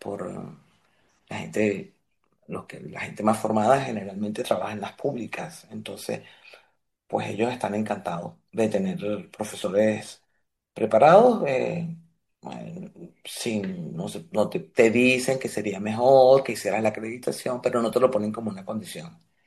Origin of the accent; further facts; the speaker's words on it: Venezuela; moved away as an adult; yo, cuando me fui de Venezuela, no se me ocurrió que podía suceder que pudiera enseñar por mi edad.